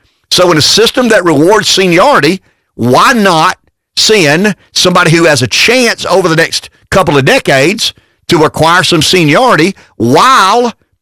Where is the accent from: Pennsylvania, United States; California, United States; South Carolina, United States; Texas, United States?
South Carolina, United States; I am a native South Carolinian. I was raised in the Deep South. I am a rural country boy.